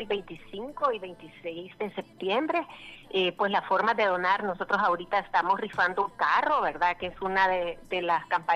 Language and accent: Spanish; El Salvador